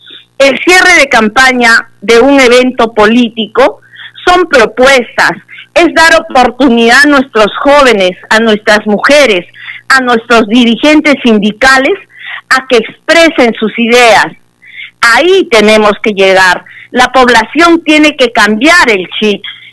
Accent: Mollendo, Arequipa, Peru; Buenos días, mi tierra querida, mi Puerto Bravo de Mollendo. Buenos días, paisanos de la provincia de Islay.

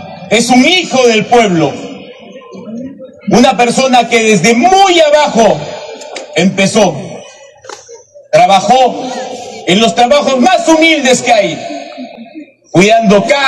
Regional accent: Mollendo, Arequipa, Peru; quiero volcarla a mi tierra, a Mollendo, a la provincia de Islay, a Coca-Chacra, a la punta de Ambaldivia, Mejía, Matarani, a todo mi pueblo

